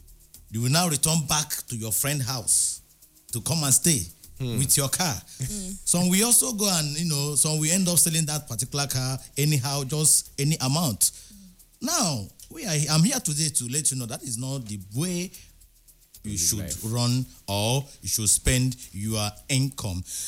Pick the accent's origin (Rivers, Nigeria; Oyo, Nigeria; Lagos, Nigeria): Lagos, Nigeria; because I grew up in Lagos.